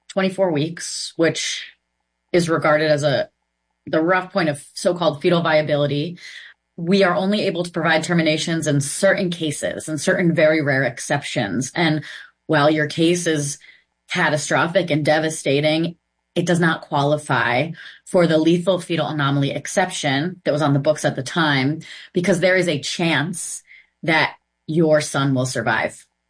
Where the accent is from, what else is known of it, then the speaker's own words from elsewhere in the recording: Massachusetts, United States; I grew up in Massachusetts. I worked for a while in New York State.